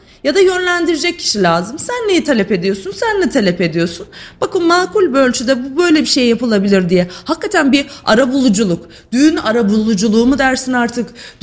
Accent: Sivas, Turkey; Bir Sivaslı olarak.

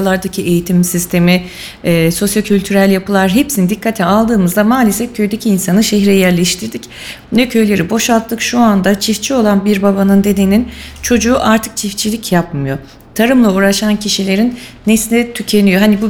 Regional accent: Kayseri, Turkey; born there; ben 1989 Kayseri doğumluyum.

